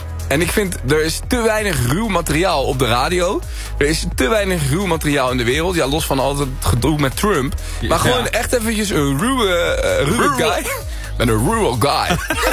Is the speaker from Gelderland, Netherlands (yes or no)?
no; Voorschoten, South Holland, Netherlands; ik kom er wel uit Voorschoten, maar ik ben gewoon van de straat. Ik ben van de straat in Voorschoten.